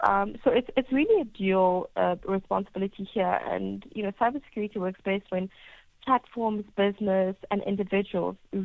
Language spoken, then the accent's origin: English; South Africa